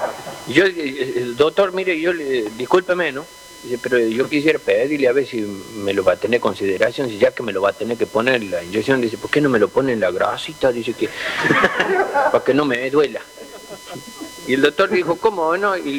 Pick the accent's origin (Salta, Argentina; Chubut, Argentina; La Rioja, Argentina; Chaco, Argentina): Chaco, Argentina; yo soy chaqueño